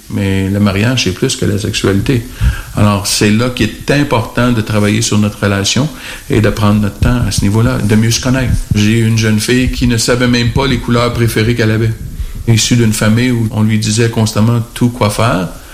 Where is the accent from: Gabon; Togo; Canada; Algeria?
Canada; Quebec; c'est certain que parfois, chez nous, au Québec, les étudiants ont le droit à des prêts et des bourses d'études